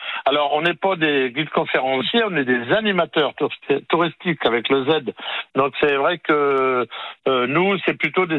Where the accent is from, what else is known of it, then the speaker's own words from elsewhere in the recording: Normandy, France; On est normand, nous.